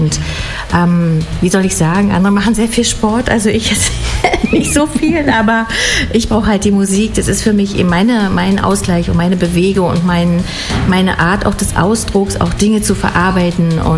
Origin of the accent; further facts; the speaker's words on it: Frankfurt, Brandenburg, Germany; Ich freue mich sehr, hier zu sein, in meiner Heimatstadt natürlich. Ich habe hier schon ein ganz erfülltes Herz. Beim Blick aus dem Fenster über Frankfurt-Oder ist echt toll.